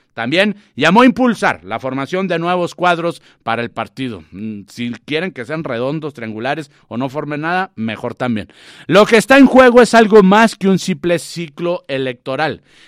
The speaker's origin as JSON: {"language": "Spanish", "country": "Mexico", "said": "nosotros como mexicanos"}